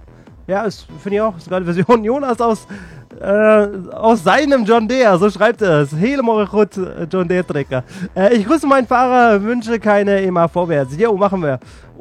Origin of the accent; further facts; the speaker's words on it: East Germany, Germany; Ich als Ossi feiere es.